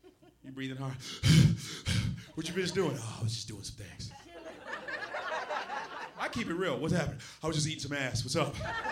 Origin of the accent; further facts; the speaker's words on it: New York, United States; I'm a New Yorker, so I don't give a fuck.